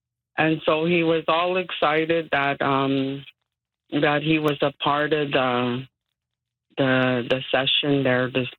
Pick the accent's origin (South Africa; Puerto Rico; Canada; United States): Canada; Goodfish Lake, Alberta; well, I'm originally from Goodfish Lake, Alberta.